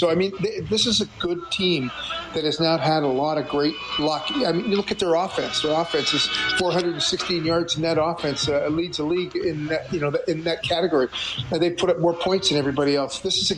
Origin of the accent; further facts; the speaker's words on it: Edmonton, Alberta, Canada; growing up in Edmonton, always having a rivalry with Calgary.